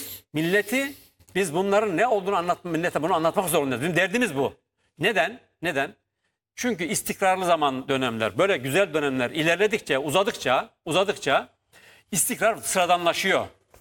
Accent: Ilgın, Konya, Turkey; moved away as an adult; now in Istanbul, Turkey; Anadolu'da bir köyde büyüdüm

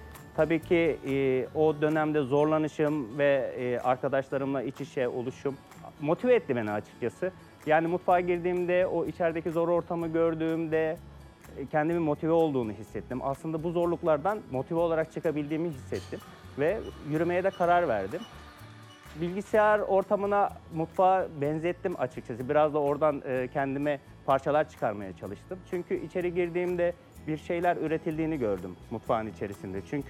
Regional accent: Mengen, Bolu, Turkey; born there; moved away as an adult; also born or lived in Zonguldak / Istanbul / Bursa; 1989, Bolu Mengen doğumluyum. Aslen Zonguldaklıyım. Ama babamın işi sebebiyle Bolu Mengen'e yerleşmişiz. Babam devlet memuru olarak görev aldıktan sonra Mengen'de yaşamaya başlamışız. Ama ailemizin çoğunluğu Zonguldak tarafında yaşamaktadır.

